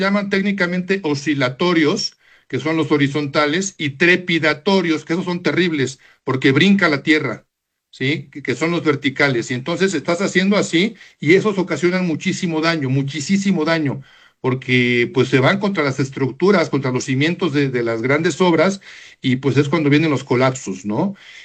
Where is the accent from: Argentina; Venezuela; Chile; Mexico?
Mexico